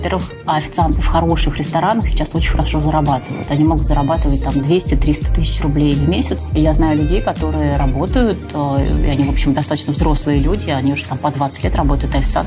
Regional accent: Russia

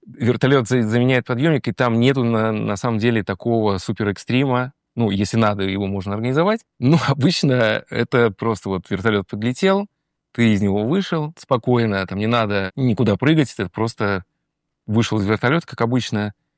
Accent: Kamchatka Krai, Russia; Как ты правильно сказал, я родился на Камчатке, прожил первую часть своей жизни там.

